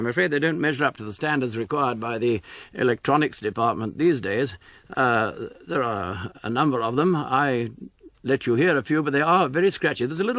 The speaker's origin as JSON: {"language": "English", "town": "Southport", "region": "North West England", "country": "United Kingdom", "tie": "born there", "also_born_or_lived": "London", "moved": "as an adult", "said": "I was born in England in a place called Southport in Lancashire. Then went to London."}